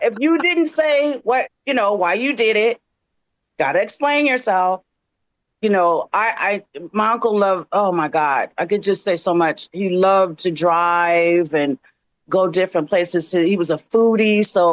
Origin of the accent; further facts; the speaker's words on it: Oakland, California, United States; born there; I was born in Oakland.